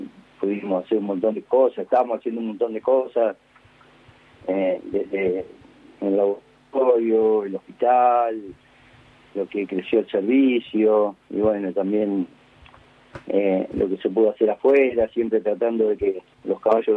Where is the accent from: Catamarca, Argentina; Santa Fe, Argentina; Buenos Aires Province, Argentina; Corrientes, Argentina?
Buenos Aires Province, Argentina; Lincoln; la verdad que a mí me gustó siempre, de chico, en Lincoln. Un día pasé por el hipódromo y me enamoré. Y bueno, tuve la suerte de venir acá hace 40 años este año. Vine a los 22 años.